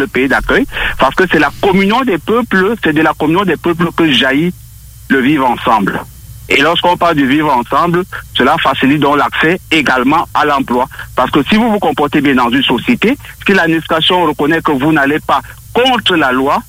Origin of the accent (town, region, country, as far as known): Cameroon; now in Lévis, Canada